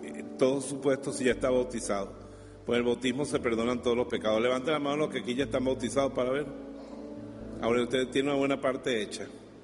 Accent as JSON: {"language": "Spanish", "town": "Valencia", "region": "Carabobo", "country": "Venezuela", "said": "viniendo a mi tierra, a Valencia"}